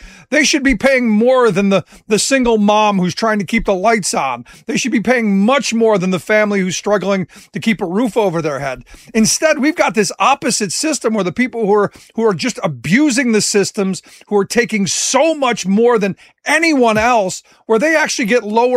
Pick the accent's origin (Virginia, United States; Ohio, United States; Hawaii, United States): Ohio, United States; Cleveland; No, look, I grew up in Cleveland